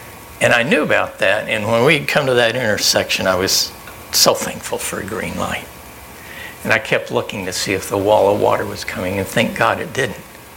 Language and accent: English; Albuquerque, New Mexico, United States; I grew up in Albuquerque, New Mexico. Spent my first 4 years in elementary school there.